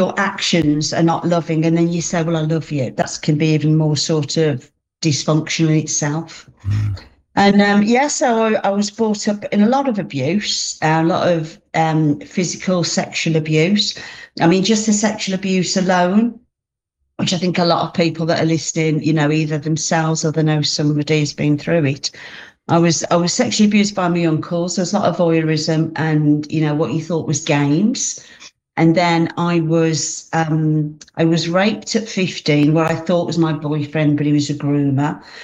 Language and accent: English; Walsall, West Midlands, United Kingdom; accent: Black Country; now in Hednesford, United Kingdom; So I grew up in Warsaw, which is very much sort of the middle of the Black Country.